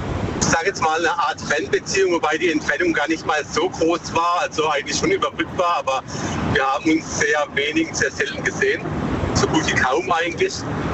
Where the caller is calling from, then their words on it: Baden-Württemberg, Germany; aus der Nähe von Bruchsal.